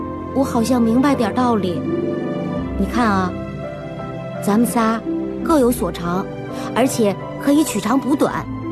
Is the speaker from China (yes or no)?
yes; Beijing, China; 嗯，我是北京人。